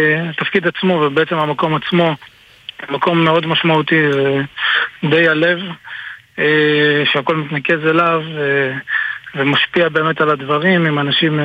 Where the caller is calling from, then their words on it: Southern Israel, Israel; אני מהדרום